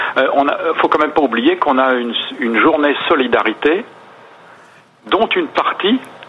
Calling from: central France, France; D'un village en plein centre de la France.

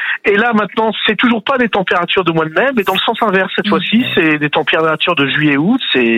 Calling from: Paris, Île-de-France, France; Alors, je suis à Paris

